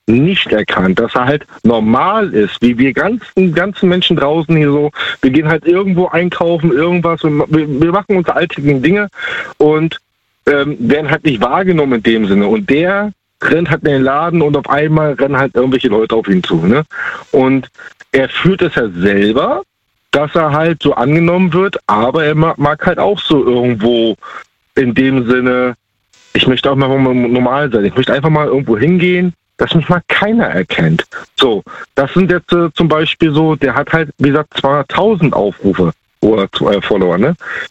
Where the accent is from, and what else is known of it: Baltic coast, Germany